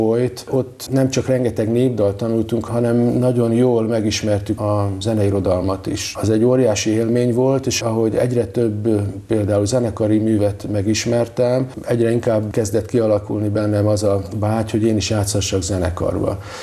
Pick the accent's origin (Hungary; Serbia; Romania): Hungary; Budapest; born there; mikor a Marcibányi téri Kodály iskolába kerültem